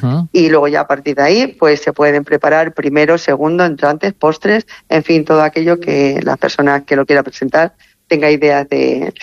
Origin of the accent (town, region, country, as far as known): Poyales del Hoyo, Castile and León, Spain; born or raised there